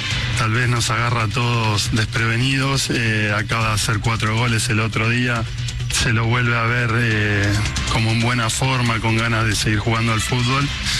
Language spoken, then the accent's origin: Spanish; Argentina; tenemos que ser unos agradecidos como argentinos